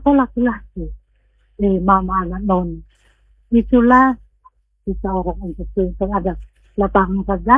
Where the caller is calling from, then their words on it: East Nusa Tenggara, Indonesia; Kebanyakan kita orang NTT itu ada di orang tuh kampung.